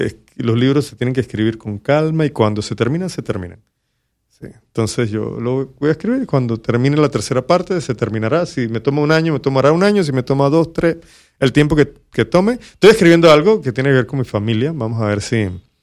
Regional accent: Panama; cómo vivimos esa época los panameños que todavía no éramos independientes

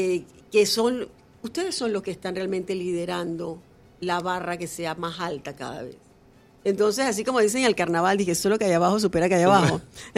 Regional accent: Panama; es un tema que nos toca a los panameños muy cerca

